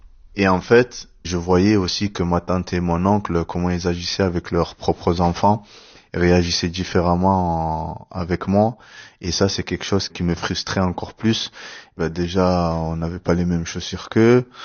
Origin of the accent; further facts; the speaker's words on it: Marseille, Provence-Alpes-Côte d'Azur, France; born there; also born or lived in Comoros; J'ai 30 ans, j'ai grandi dans les quartiers nord à Marseille, à la cité La Busserine.